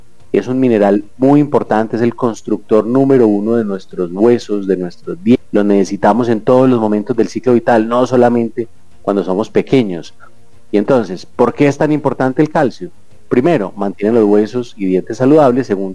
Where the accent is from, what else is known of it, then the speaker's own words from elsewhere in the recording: Colombia; en Colombia tomamos en promedio 153 litros de leche cada año